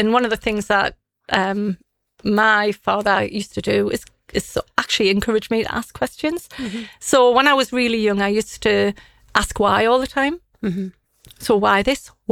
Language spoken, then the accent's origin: English; Newbiggin-by-the-Sea, North East England, United Kingdom; I was born in Newbiggin by the sea.